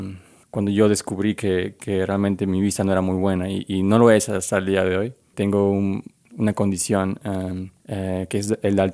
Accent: Peru; en mi país, en Perú

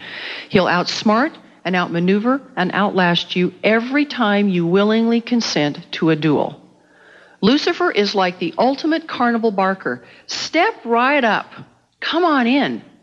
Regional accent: Kansas, United States; I grew up in Kansas, the great basketball state of Kansas.

